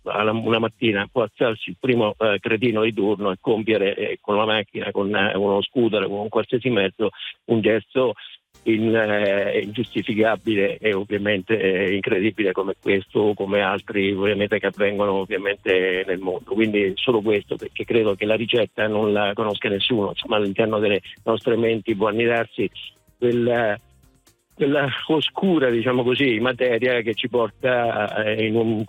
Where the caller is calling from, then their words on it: Fermo, Marche, Italy; Siamo da Fermo.